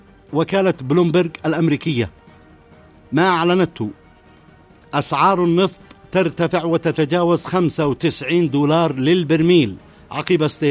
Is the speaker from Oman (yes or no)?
no; Yemen; بلادنا اليمن